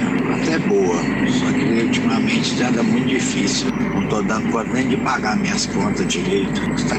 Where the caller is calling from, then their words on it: Aparecida de Goiânia, Goiás, Brazil; eu sou de Aparecida de Goiânia, Goiás